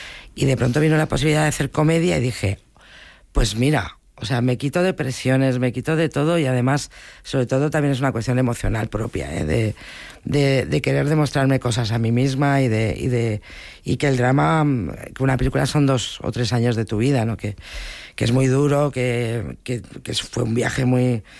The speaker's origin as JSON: {"language": "Spanish", "town": "Bilbao", "region": "Basque Country", "country": "Spain", "moved": "yes", "said": "yo soy de Bilbao"}